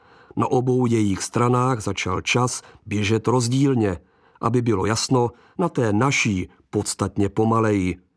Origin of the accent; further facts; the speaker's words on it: Brno, South Moravian Region, Czechia; born there; Na případnou otázku, odkud pocházím, proto raději odpovídám, že z Prahy, byť jsem se narodil v Brně.